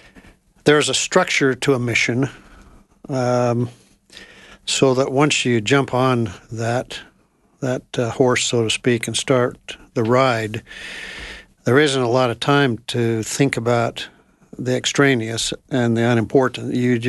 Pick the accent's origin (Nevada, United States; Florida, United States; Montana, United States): Montana, United States; Dillon; also born or lived in California / Washington / Idaho / Texas; now in Utah, United States; I grew up in Dillon, Montana.